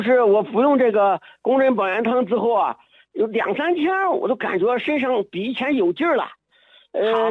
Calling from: Shaanxi, China; 林老师，我是陕西的听众啊。

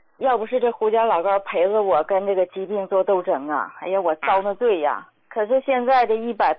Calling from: Shaanxi, China; 我是陕西人，然后我今年72了。

